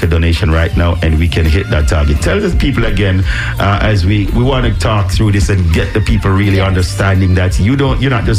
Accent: Jamaica; You know, we are from Jamaica, to be specific. Tim is our American brother here from another mother, but all the other people here, and guess what, we are known for being sprinters.

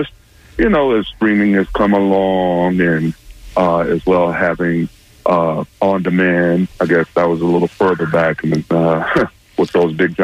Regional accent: Tampa, Florida, United States; I'm from Tampa, actually.

